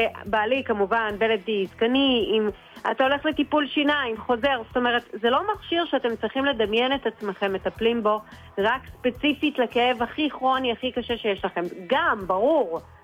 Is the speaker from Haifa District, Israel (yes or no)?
yes; Haifa, Haifa District, Israel; וגם אני חיפאית וחיפה לחיפאים באמת